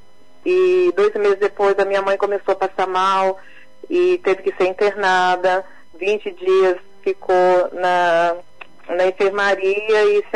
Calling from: Guarapari, Espírito Santo, Brazil; Eu falo de Guarapari, no Espírito Santo.

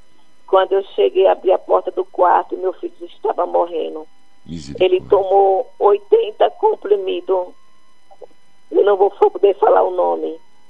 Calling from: Salvador, Bahia, Brazil; Eu falo de Salvador

